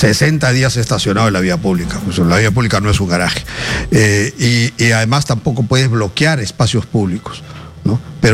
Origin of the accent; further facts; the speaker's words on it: Peru; Tú sabes cómo somos los peruanos